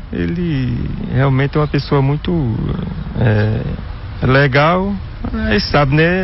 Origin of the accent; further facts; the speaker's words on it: Carpina, Pernambuco, Brazil; now in Pesqueira, Brazil; Eu sou natural de Carpina.